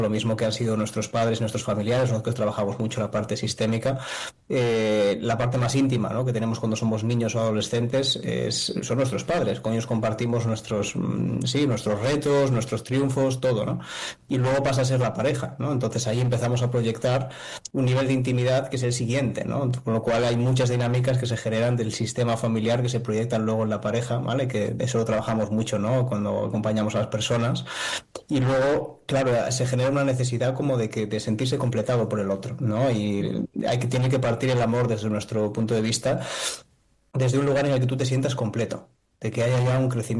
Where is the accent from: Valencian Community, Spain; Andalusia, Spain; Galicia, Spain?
Galicia, Spain; Sí, soy gallego, aunque hablo y entiendo catalán también, pero bueno, me costaría más porque hay alguna palabreja que meto por ahí aún, sigo aprendiendo